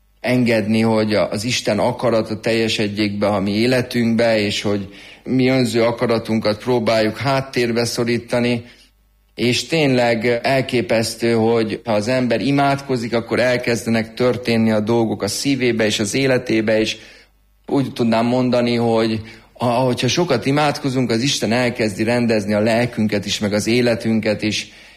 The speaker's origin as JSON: {"language": "Hungarian", "town": "Sopron", "region": "Győr-Moson-Sopron", "country": "Hungary", "said": "Soproni származású vagyok, ezért negyed év végén kértem Ternyák Csaba érsek atyától, hogy engedjen át a Győri Egyházmegyébe"}